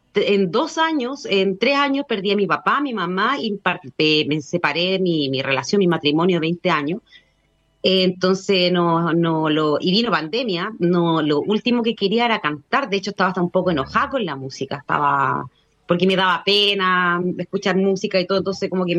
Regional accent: Los Ángeles, Biobío, Chile; moved away as an adult; also born or lived in Guayacán, Cajón del Maipo; now in Cajón del Maipo, Chile; Yo venía de Los Ángeles. Ah, somos sureños. Somos sureños, vivía cerca de Los Ángeles, cerca de los altos del Raco.

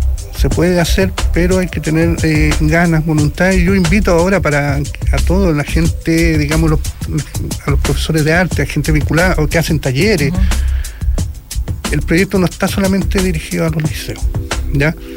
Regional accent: Antofagasta, Chile; also born or lived in Chuquicamata / Calama / Tocopilla; Nosotros somos profundamente de acá, de esta región. Más que antofagastino, sino que de este territorio, del desierto. O sea, yo llegué a los dueños a Chuquicamata, mi papá trabajó ahí. Vivo en Antofagasta, vivo en Calama, iba a veranear a Tocopilla.

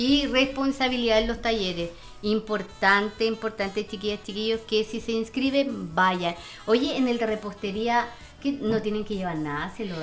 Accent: Chile; yo soy de Paso del Soldado

